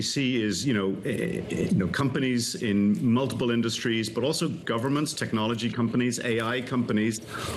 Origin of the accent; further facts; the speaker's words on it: Ireland; I'm from Ireland